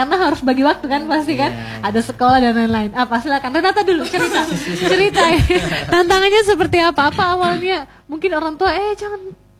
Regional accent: Sumba, East Nusa Tenggara, Indonesia; sebagai anak Sumba

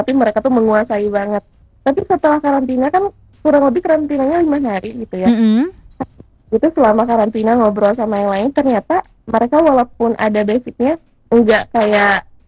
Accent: Bandung, West Java, Indonesia; aku dari kota Bandung, Kak.

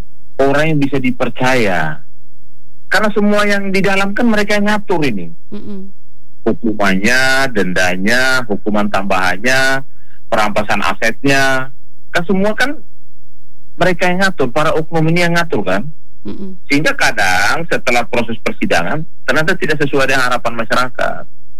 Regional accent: East Nusa Tenggara, Indonesia; Karena saya ini orang Nusa Tenggara Timur

